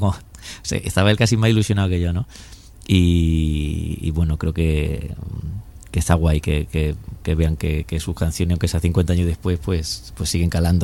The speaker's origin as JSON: {"language": "Spanish", "region": "Andalusia", "country": "Spain", "accent": "Jaén", "said": "Y mi acento en el disco, mucho filólogo me dirá, pero ¿qué me estás contando, sabes? Que tiene acento de Jaén en muchas cosas"}